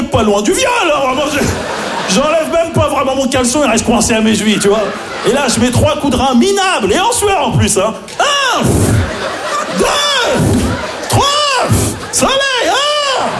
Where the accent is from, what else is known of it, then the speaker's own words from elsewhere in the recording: Maisons-Alfort, Île-de-France, France; j'ai grandi à Maisons-Alphand, en plus, tu vois, dans le 9-4